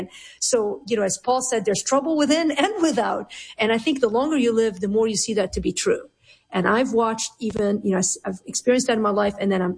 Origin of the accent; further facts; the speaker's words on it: Lebanon; now in United States; Like, I'm Lebanese. I grew up in Lebanon. And this is the essence of the American dream.